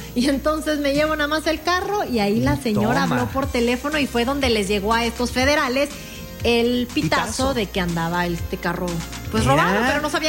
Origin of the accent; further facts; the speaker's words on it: Reynosa, Tamaulipas, Mexico; somos de Reynosa, de allá de mi pueblo, así que yo soy